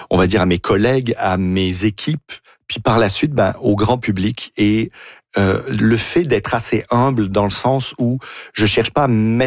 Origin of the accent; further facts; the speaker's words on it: France; also born or lived in Quebec, Canada; Je suis né en France. Je suis arrivé ici avec mes parents, j'avais un an ou deux, et je suis reparti plus jeune. Je suis reparti vers 10 ans. J'ai fait mon apprentissage en France, donc j'ai vraiment partagé mon temps entre le Québec et la France.